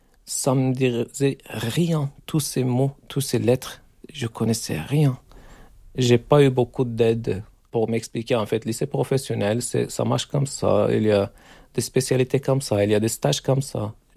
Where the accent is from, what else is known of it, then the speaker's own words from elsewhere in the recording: Turkey; French is a second language; moved away as an adult; now in France; j'ai 42 ans, je viens de Turquie. Je suis professeur en France depuis l'année dernière, 2025 décembre.